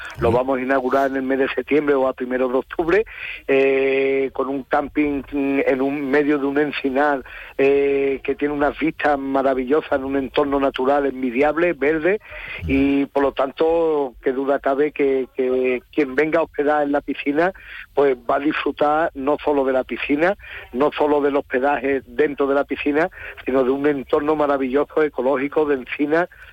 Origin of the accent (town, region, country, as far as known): Alcalá del Valle, Andalusia, Spain